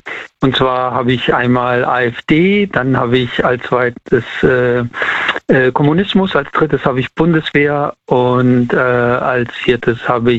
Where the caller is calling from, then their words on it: Siegburg, North Rhine-Westphalia, Germany; Ich komme aus Siegburg.